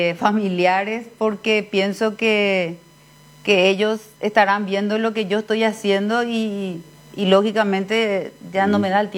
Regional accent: Paraguay

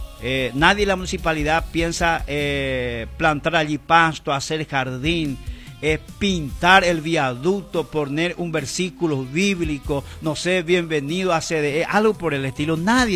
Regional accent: Paraguay; somos paraguayos y de que somos ciudadanos

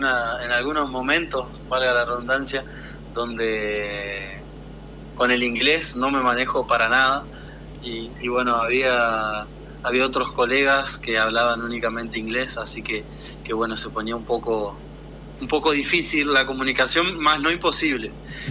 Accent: Argentina

